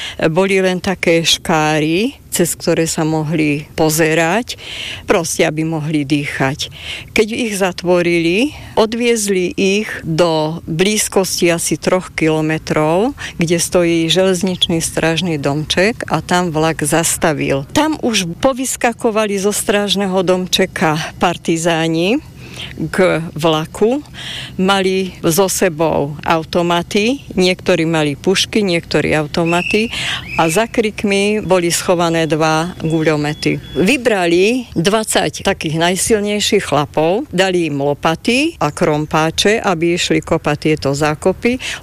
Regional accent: Sklené, Žilina Region, Slovakia; pochádzam z … zo Skleného nemeckej dediny, ktorá sa volala kedysi Glazerhau a leží v oblasti Haverlandu.

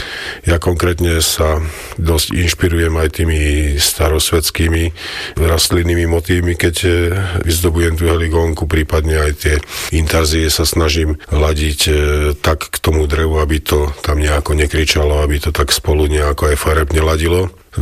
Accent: Banská Bystrica Region, Slovakia; U nás na Podpoľaní

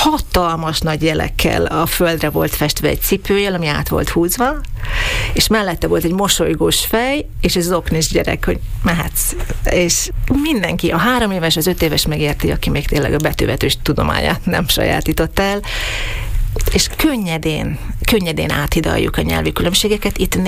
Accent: Southern Slovakia, Slovakia; now in Austria

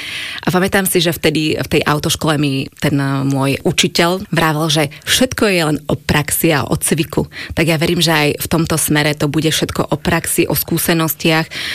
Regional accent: eastern Slovakia, Slovakia; som z východu a samozrejme tá slovenčina naša je veľmi krásny jazyk, ale pre nás východňarov niekedy je taký zapeklistý.

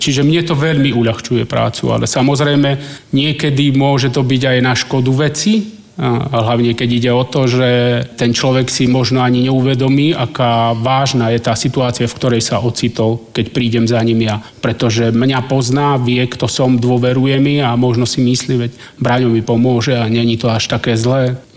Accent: Detva, Banská Bystrica Region, Slovakia; ja som z Detvy vlastne. Naša rodina, môj rod, boli medzi prvými tromi rodmi, ktorí prišli a založili vlastne osídlenie Rómsk v Detve. My tam žijeme už viac ako 230 rokov.

